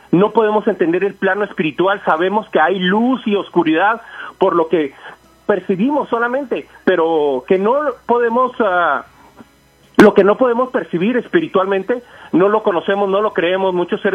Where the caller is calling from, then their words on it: Denver, Colorado, United States; lloviendo por acá en Denver